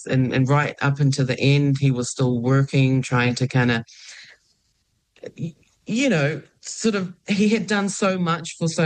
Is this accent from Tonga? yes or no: yes; Ha'apai, Tonga; Well, you know, I'm from Hapai. I'm from Tongolileka.